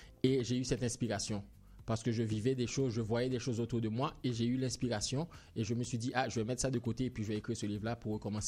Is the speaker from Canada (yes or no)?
no; Haiti; Parce qu'on est haïtien, on a un vécu culturel qu'on ne peut pas effacer.